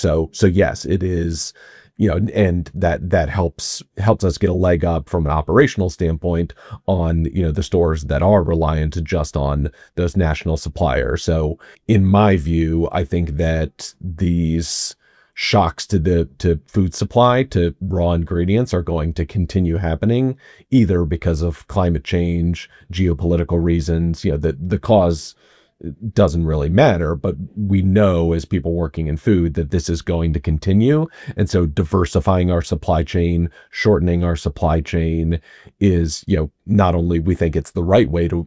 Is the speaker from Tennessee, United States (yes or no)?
no; Arlington, Virginia, United States; also born or lived in Brooklyn; now in Washington, D.C., United States; Yes, I grew up in Arlington, so yeah, grew up in the area. I live in D.C., have been in D.C. for the last 15, 16 years.